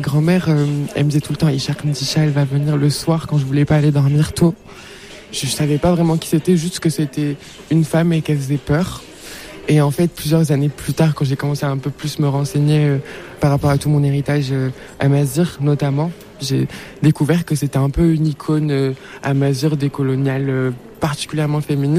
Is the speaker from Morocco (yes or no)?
yes; Morocco; Je suis une femme, je suis immigrée, je suis marocaine, africaine, amazigh, musulmane, trans.